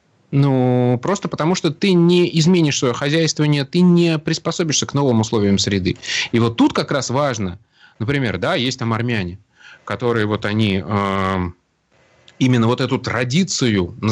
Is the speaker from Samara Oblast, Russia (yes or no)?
yes; Samara, Samara Oblast, Russia; now in Moscow, Russia; Я родом из Самары, но уже достаточно давно проживу в Москве, поэтому у меня это вырывается иногда.